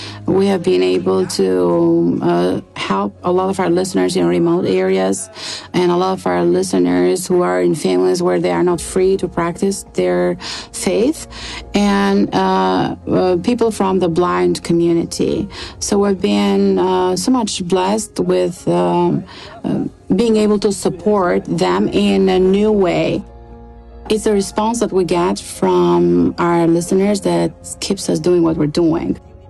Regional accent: Albania; I grew up in Albania. It was a communist country.

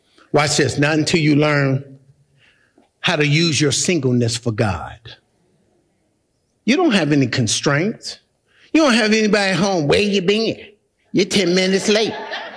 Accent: Gary, Indiana, United States; also born or lived in California

